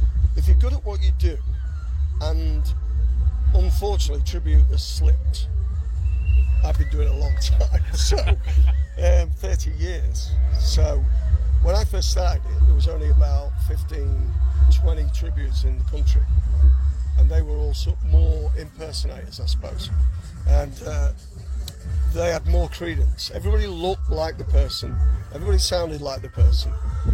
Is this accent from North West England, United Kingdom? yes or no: no; Cleethorpes, Yorkshire and the Humber, United Kingdom; born there; also born or lived in Grimsby; It's Grimsby. Originally? Grimsby. Yeah. Well, Cleethorpes. That's where I was that born.